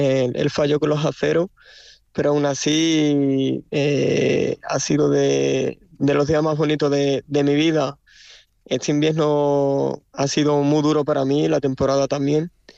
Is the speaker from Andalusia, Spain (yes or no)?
yes; Cádiz, Andalusia, Spain; aunque muchos se creen que soy torero galo, francés, no hay que olvidar que soy de Cádiz. Hasta los 18 años pertenecí a la escuela Francisco Montes Paquero, allí en Chiclana